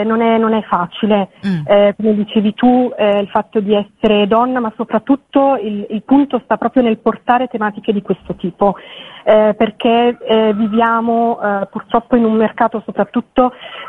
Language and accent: Italian; Egypt; moved away as an adult; also born or lived in Italy / Cairo / Sinai; now in Milan, Italy; io sono nata in Italia e poi mi sono trasferita in Egitto con i miei genitori, che avevo praticamente 6 anni, e ho vissuto lì per 15 anni, quindi sono cresciuta in Egitto.